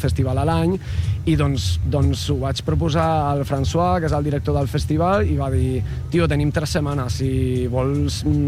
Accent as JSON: {"language": "Catalan", "town": "Murcia", "region": "Region of Murcia", "country": "Spain", "second_language": "Catalan", "moved": "yes", "lives_now": "Barcelona, Spain", "said": "Jo sóc de Múrcia, però xerraré en català perquè estic molt enxixada amb això"}